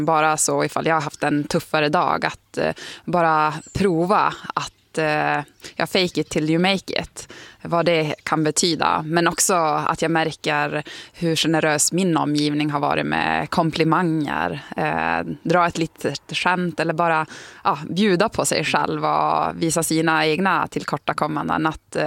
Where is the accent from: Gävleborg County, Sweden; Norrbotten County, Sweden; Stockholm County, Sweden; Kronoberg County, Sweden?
Norrbotten County, Sweden; Tärendö; moved away; Men däremot när jag bodde hemma i Tärende, så då hälsar man ju på alla. Det var en mindre